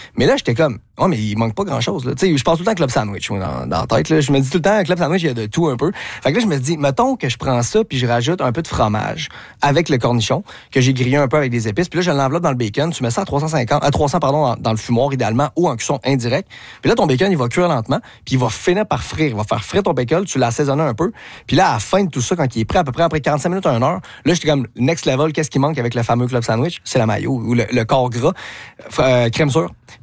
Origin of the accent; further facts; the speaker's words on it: Quebec, Canada; on est des gars de créativité, on est québécois